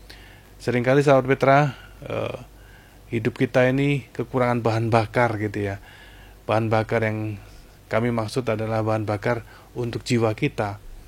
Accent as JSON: {"language": "Indonesian", "region": "Java", "country": "Indonesia", "said": "kalau kita orang Jawa bilang diujo gitu"}